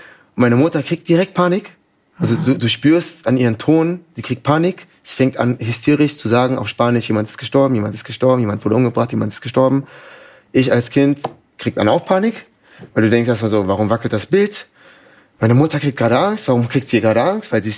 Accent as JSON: {"language": "German", "town": "Dachau", "region": "Bavaria", "country": "Germany", "tie": "born there", "also_born_or_lived": "Bogotá, Colombia", "said": "ich bin in Dachau geboren, bist in München, da die Ecke. Und dann war ich die ersten 7,5 Jahre meines Lebens in Bogota, haben wir gelebt."}